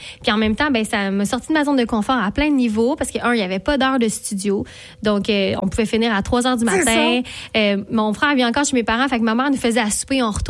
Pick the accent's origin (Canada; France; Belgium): Canada; Saint-Ignace-de-Loyola, Quebec; Je viens de Saint-Ignace de Loyola quand même.